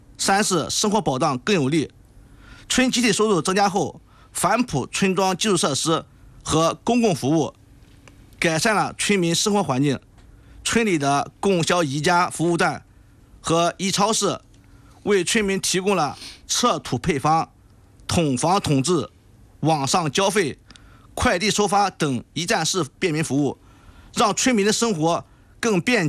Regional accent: Tengzhou, Shandong, China; born there; 用我们老家话是特别利索

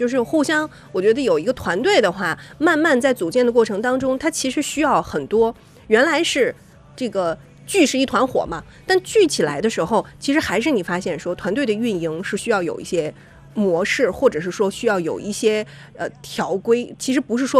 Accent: Shandong, China; 咱们山东人的这种好客

